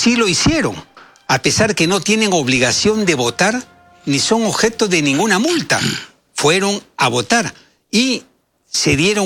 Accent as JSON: {"language": "Spanish", "country": "Peru", "said": "los heroicos peruanos que sobreviven en el extranjero y que no se olvidan jamás de su patria, nuestro país, el Perú, ¿no?"}